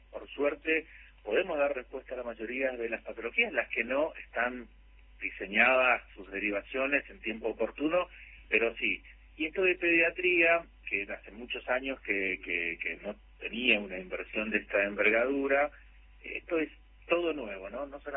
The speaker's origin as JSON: {"language": "Spanish", "town": "Curuzú Cuatiá", "region": "Corrientes", "country": "Argentina", "moved": "yes", "lives_now": "Puerto Iguazú, Argentina", "said": "Yo soy de Cruzucuatía."}